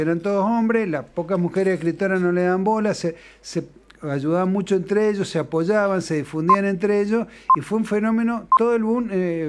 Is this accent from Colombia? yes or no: no; Argentina